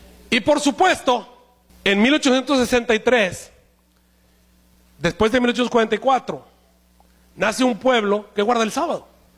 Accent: Monterrey, Nuevo León, Mexico; en mi país natal, en México, y de pronto, en mi ciudad natal, en Monterrey

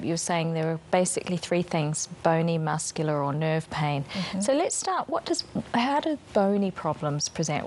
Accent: Auckland, New Zealand; I'm from Auckland, the city of sails.

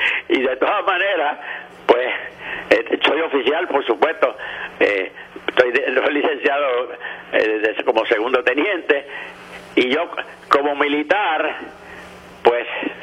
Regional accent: Corozal, Puerto Rico; now in Mayagüez, Puerto Rico; yo soy un jíbaro de Cuchillas de Corozal.

